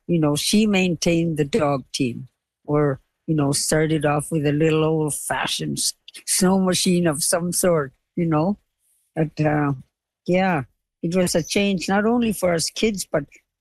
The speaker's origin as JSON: {"language": "English", "town": "Cambridge Bay", "region": "Nunavut", "country": "Canada", "tie": "born or raised there", "moved": "yes", "lives_now": "Edmonton, Canada", "said": "I was a young child. Cambridge Bay was where I had started school. There was the village, and we lived up on the dew line site."}